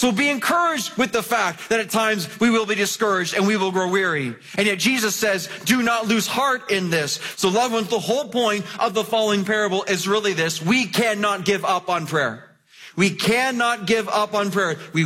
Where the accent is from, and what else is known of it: Mississauga, Ontario, Canada; born or raised there